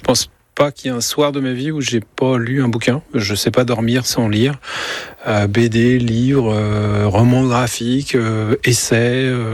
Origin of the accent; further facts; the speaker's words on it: Bordeaux, Nouvelle-Aquitaine, France; now in Normandy, France; Oui, j'ai quitté Bordeaux il y a 2 ans maintenant. Je me suis installé ici. À Bordeaux, il faisait trop chaud tout le temps.